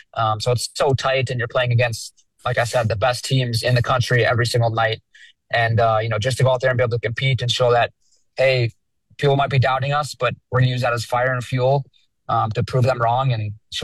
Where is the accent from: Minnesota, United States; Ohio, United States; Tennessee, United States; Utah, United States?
Minnesota, United States; Minnetonka; Yeah, you know, growing up in Minnetonka was great. No bad things to say there, only great things to say.